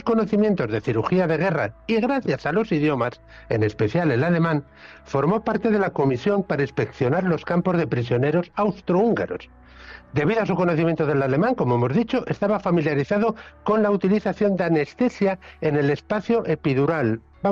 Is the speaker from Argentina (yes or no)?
no; Spain; porque somos españoles y los españoles tratamos así a nuestros próceres